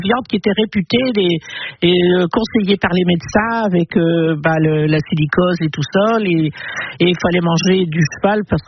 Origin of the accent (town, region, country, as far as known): Catenières, Hauts-de-France, France; born or raised there; also born or lived in Denain